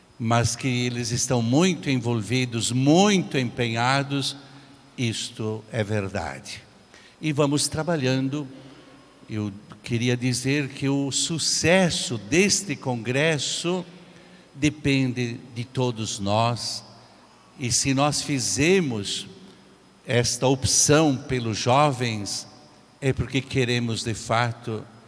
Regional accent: Brazil

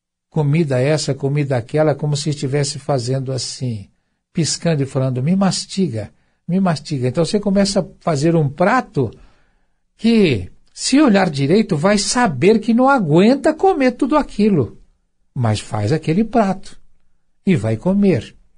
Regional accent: Minas Gerais, Brazil; eu sou mineiro

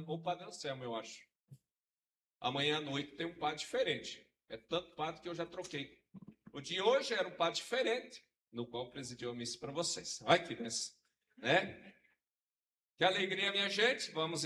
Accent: Brazil; nós somos brasileiros

